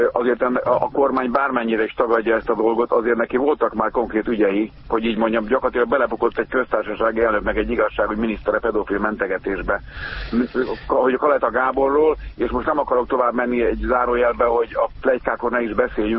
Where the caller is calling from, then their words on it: Hungary; mármint magyarként nagyon ciki.